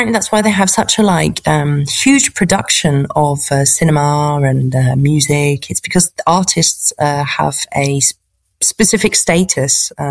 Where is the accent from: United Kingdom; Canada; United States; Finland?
United Kingdom; moved away as an adult; now in Paris, France; As a British person